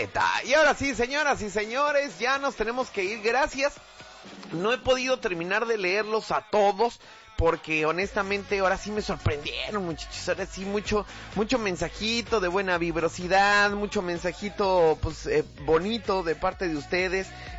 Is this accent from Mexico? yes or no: yes; Mexico; Señales de que los mexicanos también somos vikingos.